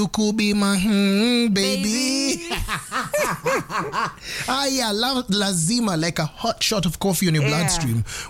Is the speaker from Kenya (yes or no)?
yes; Mount Kenya region, Kenya; accent: Murima; My default accent is actually from Murima.